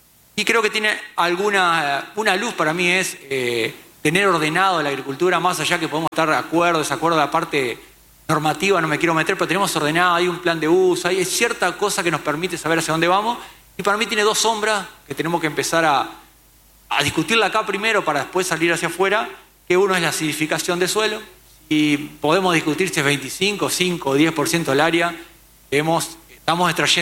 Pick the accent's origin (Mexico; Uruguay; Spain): Uruguay; yo soy súper uruguayo.